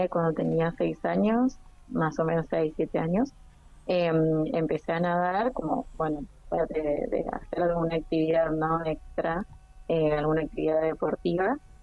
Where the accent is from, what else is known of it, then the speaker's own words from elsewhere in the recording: Caleta Olivia, Santa Cruz, Argentina; born there; Mis papás no, yo y mis hermanos sí, nacimos todos en Caleta. Mis papás son de Santiago del Estero y de Córdoba.